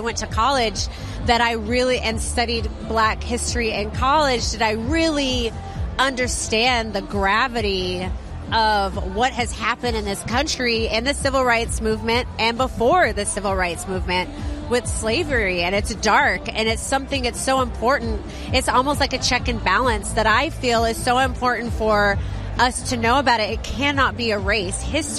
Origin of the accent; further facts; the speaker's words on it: Texas, United States; Listen, I'm a millennial and I grew up in Texas and I remember studying black history in high school